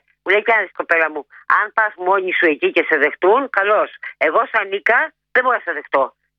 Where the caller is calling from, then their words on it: Chalcis, Central Greece, Greece; είμαι από τη Χαλκίδα